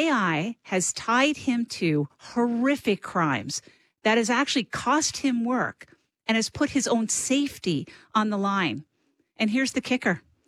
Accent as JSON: {"language": "English", "town": "Cape Breton Island", "region": "Nova Scotia", "country": "Canada", "said": "I mentioned at the top that I hail from Cape Breton Island"}